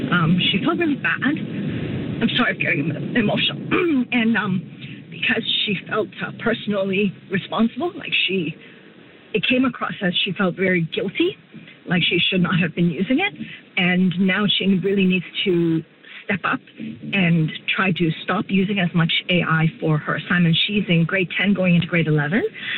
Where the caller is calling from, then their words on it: Ontario, Canada; I'm calling from the York region